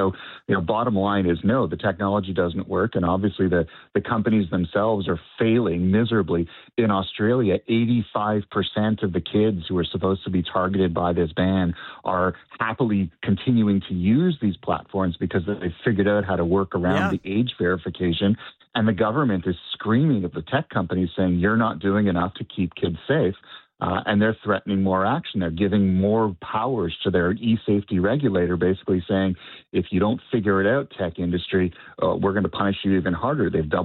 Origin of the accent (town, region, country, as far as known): Canada